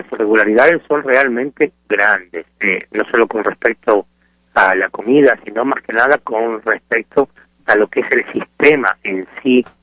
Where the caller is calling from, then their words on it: Orlando, Florida, United States; yo provengo de Orlando